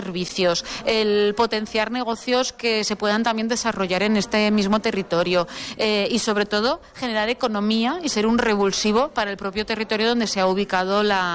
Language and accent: Spanish; Bueña, Aragon, Spain; está cerquita a mi pueblo, Bueña